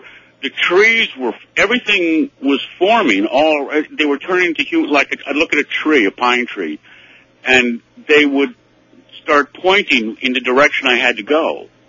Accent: New Jersey, United States; I'm from South Jersey.

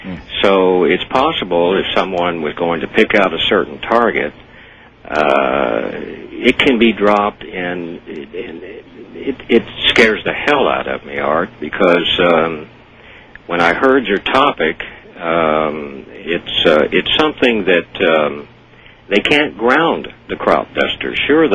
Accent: Arkansas, United States; now in Hawaii, United States; where I was raised in Arkansas

